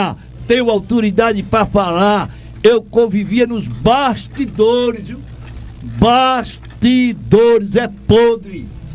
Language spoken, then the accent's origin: Portuguese; Altinho, Pernambuco, Brazil; eu sou nordestino. Nasci e me criei na roça, sítio Cantinho de Altinho. Depois ganhei o mundo